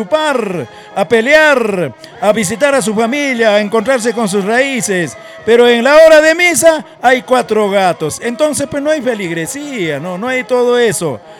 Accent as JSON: {"language": "Spanish", "town": "San Miguel Arcángel", "country": "Peru", "tie": "born or raised there", "moved": "yes", "said": "En un pueblo chiquito, en mi tierra, ¿no? En mi tierra, en San Miguel Arcángel."}